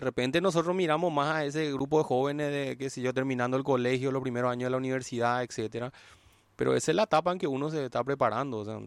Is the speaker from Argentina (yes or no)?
no; Paraguay; nos acostamos como españoles, el lunes 15 somos ya paraguayos, ya asumimos que somos paraguayos.